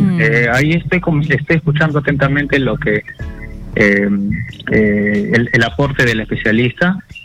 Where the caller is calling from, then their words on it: Lima, Peru; de Los Olivos.